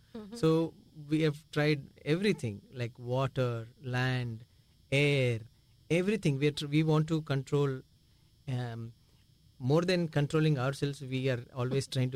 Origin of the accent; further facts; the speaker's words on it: Mysore, Karnataka, India; I'm from Mysore, and I keep traveling between Bangalore and Mysore.